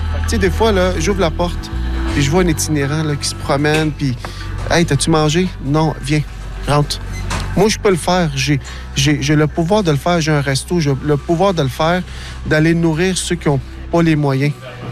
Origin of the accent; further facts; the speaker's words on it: Verdun, Quebec, Canada; Dans Verdun, j'ai grandi dans Verdun. Je connais les difficultés que les Verdunois ou que les jeunes ont eu.